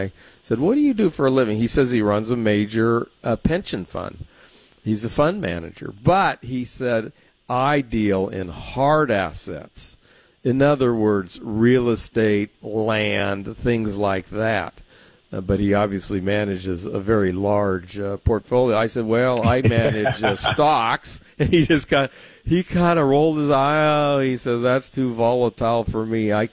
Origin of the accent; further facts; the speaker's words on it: San Diego, California, United States; Yeah, well, I grew up in San Diego, which obviously is a very sunny place